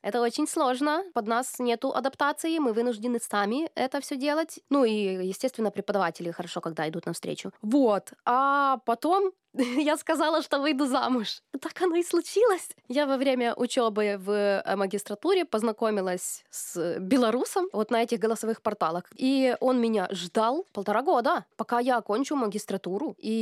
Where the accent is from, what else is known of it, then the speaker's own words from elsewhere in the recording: Chernivtsi, Chernivtsi Oblast, Ukraine; moved away as an adult; now in Belarus; Я из Украины, город Черновцы, маленький Париж его еще называют. Там очень-очень красивая архитектура, очень такой славный город. Мне 30 лет, в Беларуси уже живу 6 лет.